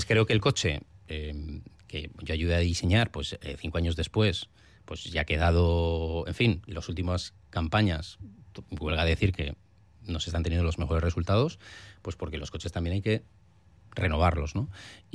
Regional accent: Basque Country, Spain; yo soy una persona de orden, como buen vasco

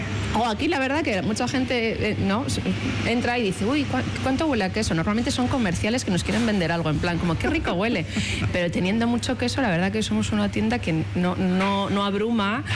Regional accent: Alicante, Valencian Community, Spain; born there; Sí, es un apellido un poco raro, pero yo es que no nací aquí. Yo nací en Alicante, entonces ese apellido es valenciano.

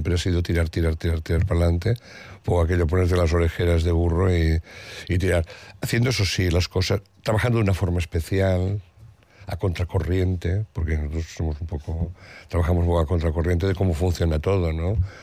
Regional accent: Catalonia, Spain; soy catalán

